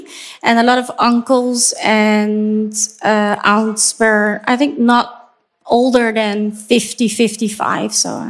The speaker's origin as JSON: {"language": "English", "country": "Netherlands", "said": "I'm from the Netherlands."}